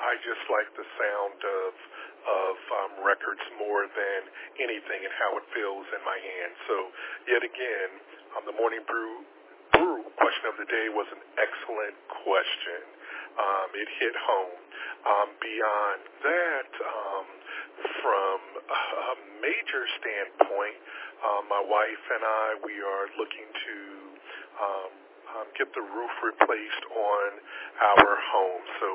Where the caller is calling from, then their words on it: Lake City, Florida, United States; … out of Lake City, Florida